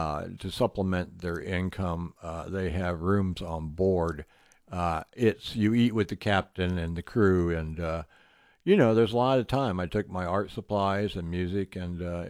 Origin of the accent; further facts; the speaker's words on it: St. Louis, Missouri, United States; I was born in the Midwest, and in St. Louis, and I was raised there